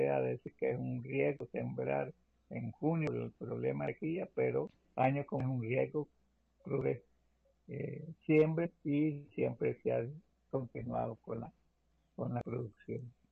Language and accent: Spanish; El Salvador; como buenos salvadoreños, seguir pudiendo para garantizar la comida